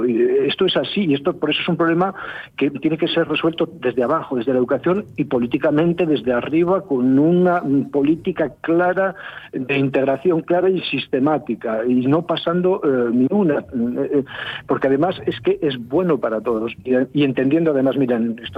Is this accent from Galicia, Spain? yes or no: no; Asturias, Spain; planteamos que somos de dos razas distintas como somos, sino que somos asturianos.